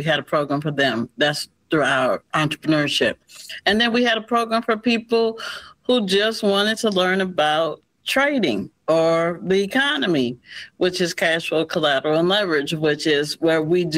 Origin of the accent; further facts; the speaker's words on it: New Orleans, Louisiana, United States; because, of course, I'm originally from New Orleans.